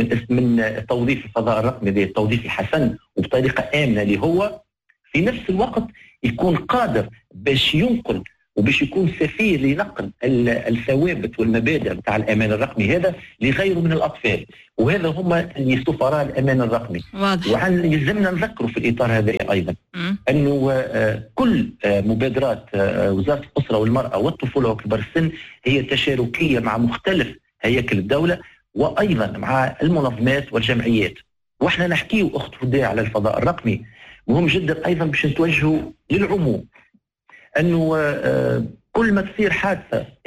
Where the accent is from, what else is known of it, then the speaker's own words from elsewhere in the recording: Tunisia; احنا كعائلة تونسية